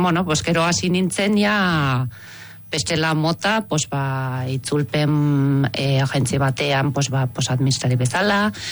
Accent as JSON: {"language": "Basque", "country": "Switzerland", "tie": "born or raised there", "said": "Nire jaioterri da, pos landa ere muen poskolkatuta herri txiki bat, nik bizi nintzen, pos ba, ba zer gaunden, postegun biztan ledo."}